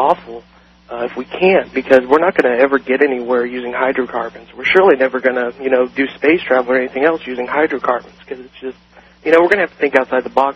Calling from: Shelbyville, Indiana, United States; calling from Shelbyville, Indiana.

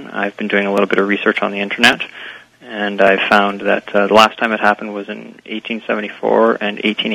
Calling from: Winnipeg, Manitoba, Canada; I'm calling from Winnipeg, Canada.

